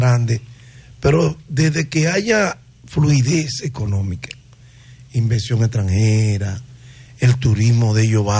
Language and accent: Spanish; Cibao, Dominican Republic; yo soy cibaeño.